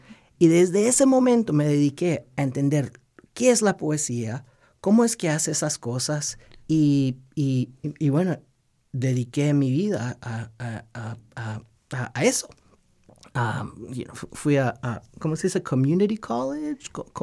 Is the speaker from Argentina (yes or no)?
no; Los Angeles, California, United States; hablamos español en casa y crecí con culturas muy centroamericanas, pero en verdad yo crecí en Los Ángeles.